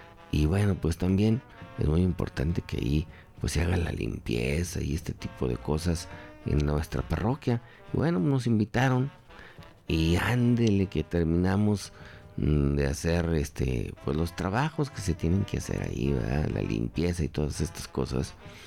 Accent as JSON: {"language": "Spanish", "town": "Tlacotes", "region": "Zacatecas", "country": "Mexico", "tie": "born or raised there", "said": "acá por en mi rancho de donde soy originario, acá por Tlacotes, Ojo Caliente."}